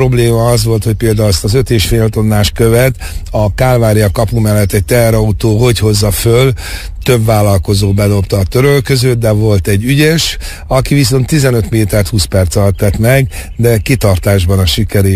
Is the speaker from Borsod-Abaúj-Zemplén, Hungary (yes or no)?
yes; Dámóc, Borsod-Abaúj-Zemplén, Hungary; De igazán az én Trianonhoz való viszonyomat az határozta meg, hogy annak idején a kert alján volt az országhatár szülőfalomba, Dámócon, és nagyon nehéz volt gyerekként megérteni